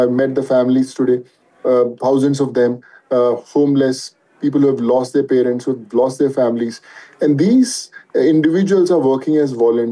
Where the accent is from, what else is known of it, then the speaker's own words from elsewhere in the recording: India; So I think as an individual, as an Indian, it's my responsibility to be with them and do my best.